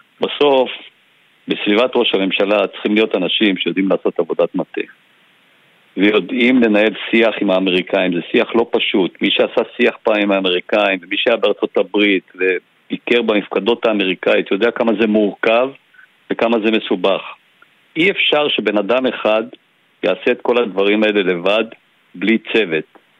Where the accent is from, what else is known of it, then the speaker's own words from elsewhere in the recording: Northern District, Israel; אני נולדתי וגדלתי בצפון. אני תושב שדה אליעזר